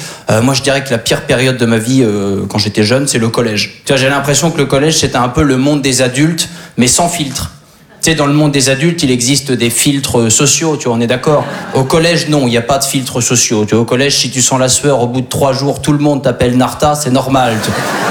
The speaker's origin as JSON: {"language": "French", "region": "Normandy", "country": "France", "said": "Alors moi, je suis originaire de Basse-Normandie."}